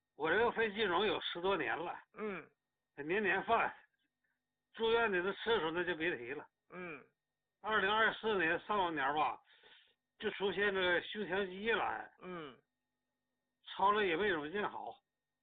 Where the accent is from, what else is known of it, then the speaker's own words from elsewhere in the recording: Harbin, Heilongjiang, China; 那个我家是哈尔滨的